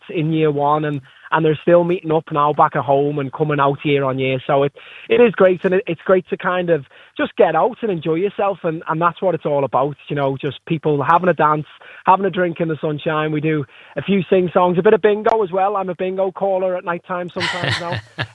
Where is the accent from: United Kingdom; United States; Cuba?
United Kingdom; Liverpool, North West England; accent: Scouse; I mean, obviously, I'm born and bred Scouse. I'm from Liverpool, and I grew up from literally round the corner from some of the biggest tourist attractions around the world